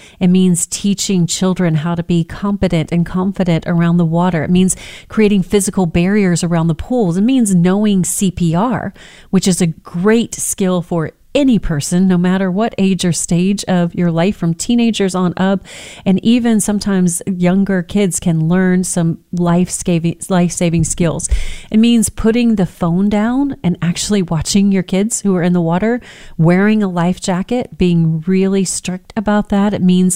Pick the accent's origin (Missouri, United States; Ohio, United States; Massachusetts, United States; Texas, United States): Texas, United States; I grew up on the Texas Gulf Coast. I love all things water sport, the beach, everything.